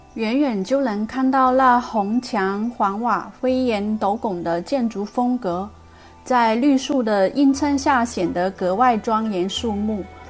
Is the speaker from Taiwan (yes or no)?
yes; Taiwan; 。在台北时，若是周末无事，我喜欢约上一班朋友去爬山